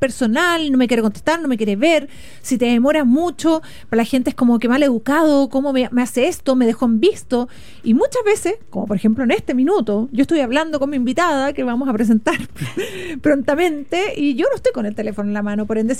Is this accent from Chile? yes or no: yes; Chile; Yo soy de Ozón